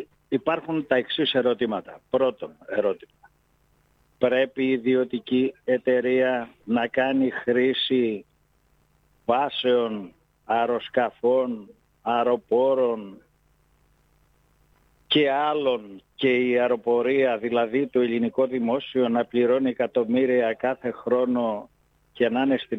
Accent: Arta, Epirus, Greece; στην πατρίδα μου, στην Άρτα

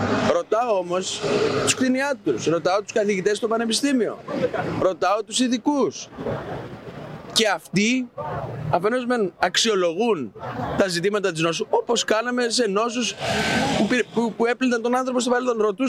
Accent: Lesbos, North Aegean, Greece; ως λέσβιος

